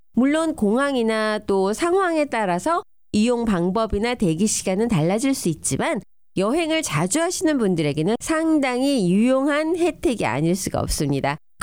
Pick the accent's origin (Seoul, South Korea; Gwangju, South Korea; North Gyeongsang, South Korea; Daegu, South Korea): Seoul, South Korea; born there; 코리아 그것도 이제 리퍼블릭 오브 코리아 그렇게 쓰고 한국에서 태어났으니까 스테이트는 서울이라고 써야 되는데